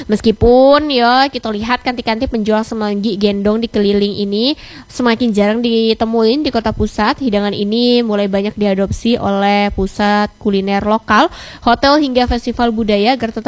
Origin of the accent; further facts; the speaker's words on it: Jambi, Indonesia; kita warga Jambi